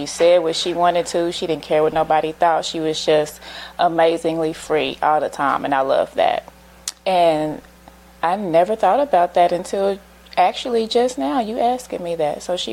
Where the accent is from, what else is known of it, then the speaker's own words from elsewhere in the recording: Kansas City, Kansas, United States; I was born here in the Dot, of course, on 37th Street, as some people used to call the Trey Block.